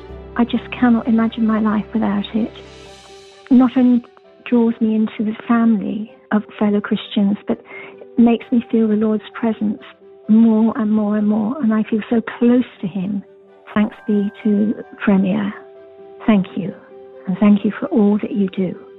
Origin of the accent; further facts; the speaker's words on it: Enfield, London, United Kingdom; I'm from Enfield, Middlesex.